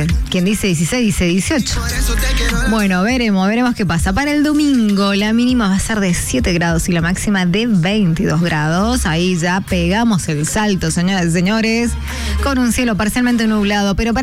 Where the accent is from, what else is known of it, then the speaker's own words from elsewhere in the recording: Mendoza, Argentina; accent: Mendocino tonadita; nosotros somos de Mendoza, somos mendocinos, por si no se nos nota, seguramente que sí, porque dicen que los mendocinos tenemos un cantito, yo no me lo noto, sinceramente no noto el cantito mendocino